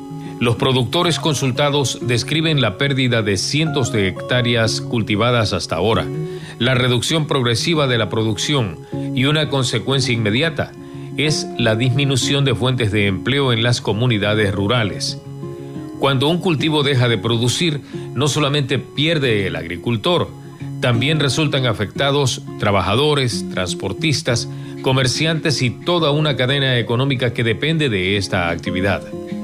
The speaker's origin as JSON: {"language": "Spanish", "country": "Ecuador"}